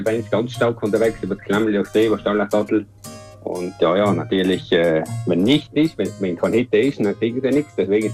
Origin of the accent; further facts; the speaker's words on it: Trentino-Alto Adige, Italy; Zwar in Osttirol, aber ich bin ein Südtiroler, gell?